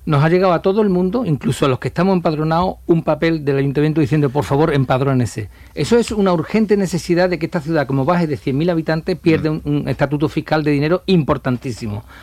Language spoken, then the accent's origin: Spanish; Chiclana de la Frontera, Andalusia, Spain; Yo soy de Chiclana y siempre me gusta.